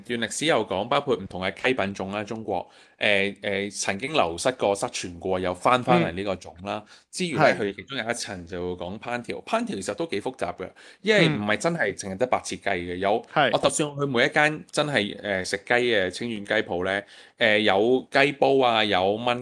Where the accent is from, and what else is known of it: Hong Kong